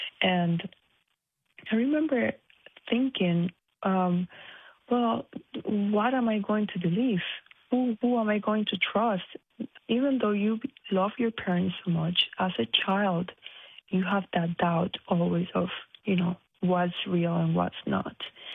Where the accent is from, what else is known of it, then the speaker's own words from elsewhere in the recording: Cuba; Growing up in Cuba, we were taught constantly that the U.S. was going to come to Cuba and invade us